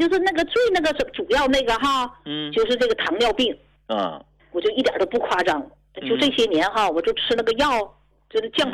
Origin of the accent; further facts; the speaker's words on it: Shenyang, Liaoning, China; 我是沈阳的。